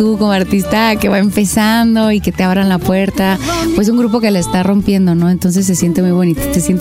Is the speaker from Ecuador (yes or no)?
no; Durango, Mexico; moved away; De Durango, Durango, la tierra de los alacranes y la tierra del cine.